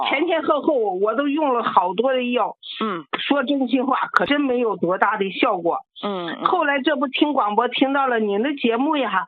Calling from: Xi'an, Shaanxi, China; 哎，王老师，我是西安的一个患者。

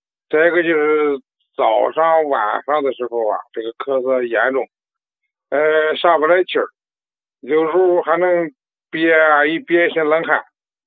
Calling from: Handan, Hebei, China; 啊，王老师，我是河北邯郸的，我们算老朋友了。

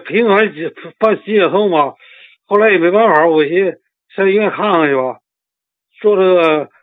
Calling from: Beijing, China; 我是北京朝阳区的一个患者吧，

